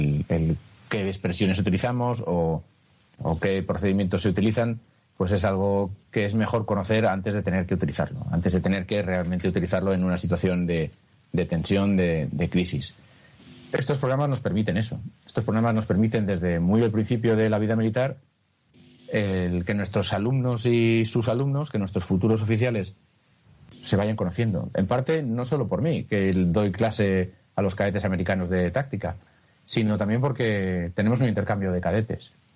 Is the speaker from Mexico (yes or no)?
no; Spain; moved away; Pues la verdad es que hay un poco de impotencia. Como español ahora mismo es un poco de impotencia, ¿no? De ver desde la distancia, porque yo veo, sigo las noticias de España